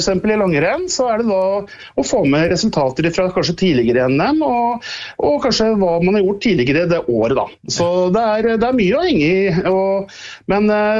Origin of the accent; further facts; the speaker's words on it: Brøttum, Innlandet, Norway; det begynte jo gjerne med noen små skirenn på det nysløperenn hjemme på Brøttum da.